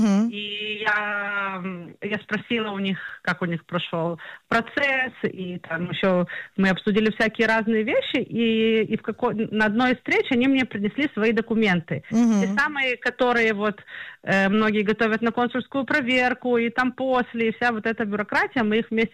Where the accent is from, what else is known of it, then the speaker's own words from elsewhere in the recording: Ukraine; now in Israel; Я сама репатрировалась с Украины